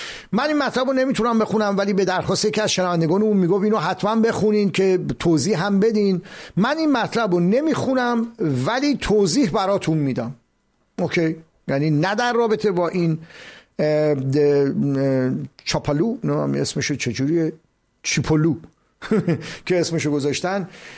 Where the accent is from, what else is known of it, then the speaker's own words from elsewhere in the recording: Iran; وقتی گفته کجایی هستی گفتم ایرانی